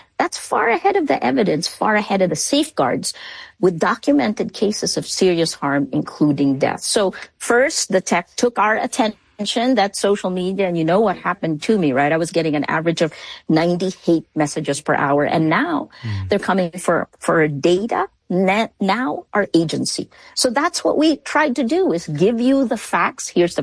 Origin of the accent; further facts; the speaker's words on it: Philippines; This is me, right? Because I come from the Philippines.